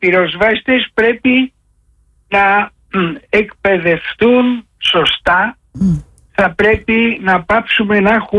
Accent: Egypt; στην πατρίδα μου την Αίγυπτο

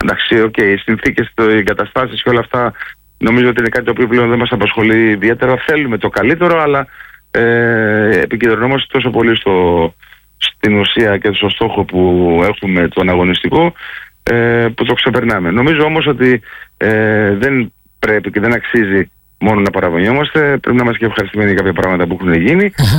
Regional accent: Greece; Καταλαβαίνετε, σαν Έλληνας κι εσείς.

